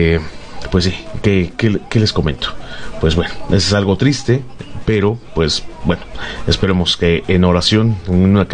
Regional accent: Mexico; todos como mexicanos

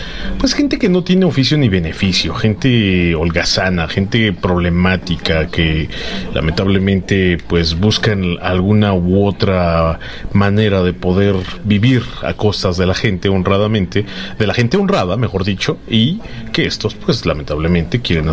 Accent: Mexico; malos hábitos que tenemos como mexicanos para conducir

